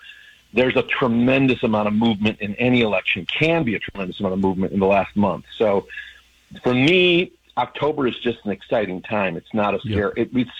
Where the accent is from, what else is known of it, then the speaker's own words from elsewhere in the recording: Detroit, Michigan, United States; born there; moved away; I happen to be in Detroit today. I grew up in Detroit as a little kid.